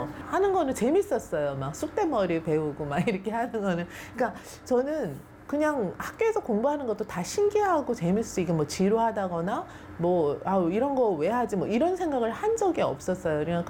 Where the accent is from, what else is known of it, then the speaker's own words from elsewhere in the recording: Seoul, South Korea; also born or lived in Gyeongju; 고향이 경주인데요. 사실은 5살 때 서울을 올라와서 고향에 대한 추억은 많이 없지만